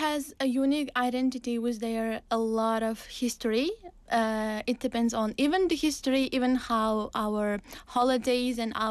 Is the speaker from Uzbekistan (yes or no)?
yes; Navoi, Navoiy Region, Uzbekistan; moved away as an adult; now in Busan, South Korea; I'm from Uzbekistan, born in a big city called Navai. And I was born in a middle-class family